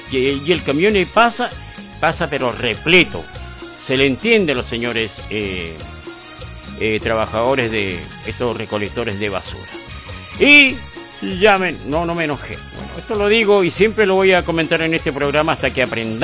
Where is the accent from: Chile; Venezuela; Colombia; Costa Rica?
Chile; Y los chilenos también recordamos que Chile, el ejército en pleno Guerra del Pacífico, llegó hasta Lima.